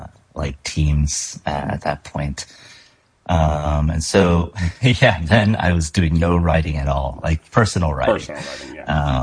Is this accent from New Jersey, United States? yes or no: yes; New Jersey, United States; No. I'm commuting in from Jersey. So I was born and raised in Jersey.